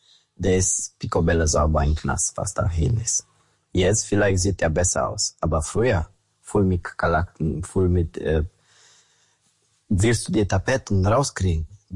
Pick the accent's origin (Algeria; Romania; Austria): Romania; German is a second language; moved away as an adult; now in Germany; Ich komme aus Rumänien. Seit erstem Mal war ich in 2014.